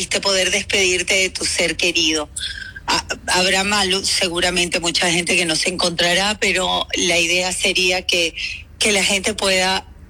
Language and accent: Spanish; Venezuela; mi país, que se fue de Venezuela. Ingenieros, técnicos, bomberos, gente valiosa que hoy haría falta en mi país.